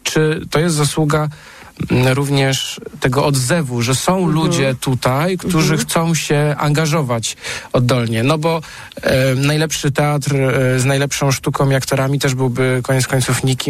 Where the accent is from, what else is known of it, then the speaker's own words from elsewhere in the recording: Sopot, Pomeranian Voivodeship, Poland; Sopot, z którego ja pochodzę, w którym spędziłem 20 lat życia